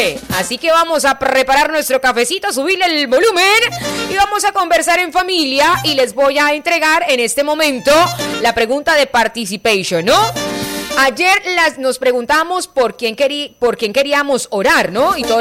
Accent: Colombia; nuestra identidad como colombianos.

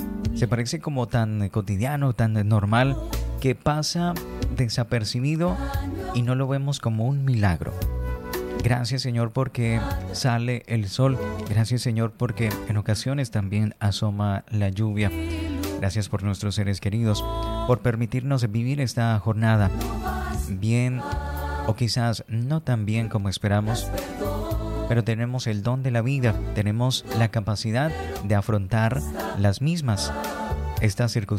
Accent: Colombia; como colombianos, un resultado favorable.

